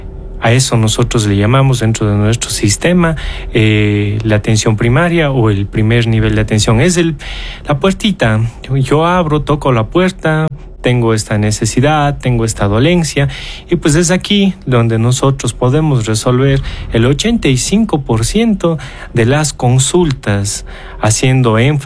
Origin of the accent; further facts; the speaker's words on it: Azogues, Cañar, Ecuador; Yo soy de Azogues y hoy estoy en la querida ciudad hermana de Cuenca